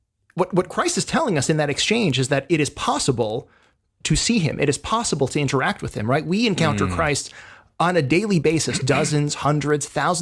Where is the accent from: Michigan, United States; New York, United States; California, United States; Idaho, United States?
New York, United States; New York City; I come from New York City.